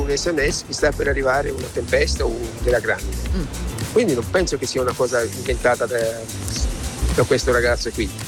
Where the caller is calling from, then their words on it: Switzerland; Qua da noi, in Svizzera